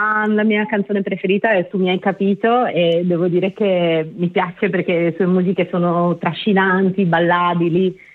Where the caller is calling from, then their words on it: Trieste, Friuli-Venezia Giulia, Italy; sono di Trieste